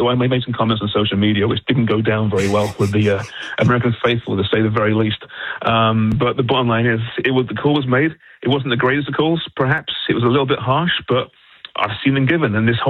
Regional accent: England, United Kingdom; which, as an Englishman, terrifies me.

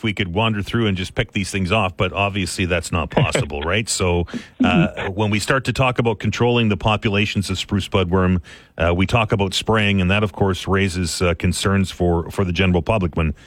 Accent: Ontario, Canada; I grew up in Northern Ontario, and I can remember the last outbreak there

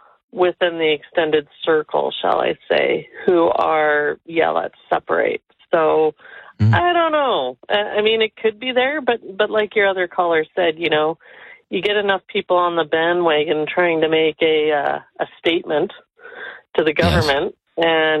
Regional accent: Calgary, Alberta, Canada; Just the Alberta separatism stuff, of course, because sure I'm from Calgary.

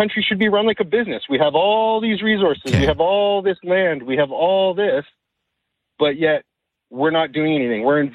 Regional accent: Canada; I am Canadian.

